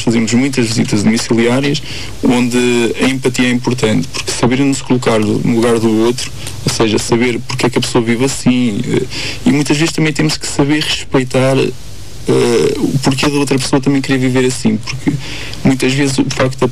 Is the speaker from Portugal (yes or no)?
yes; Guarda, Centro, Portugal; Eu cresci aqui na Guarda.